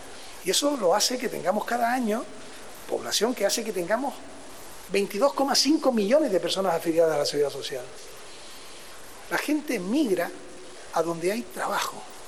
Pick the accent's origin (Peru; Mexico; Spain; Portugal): Spain; Canary Islands; en Canarias, en mi tierra